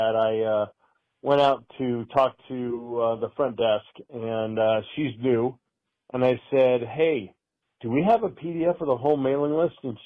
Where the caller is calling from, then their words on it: Las Vegas, Nevada, United States; I'm calling from the Las Vegas area